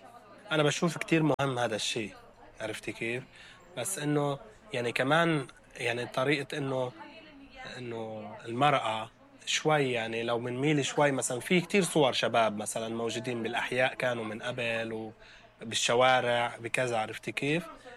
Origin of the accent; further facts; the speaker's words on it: Palestine; now in Lebanon; نحن بالمخيمات كفلسطينيين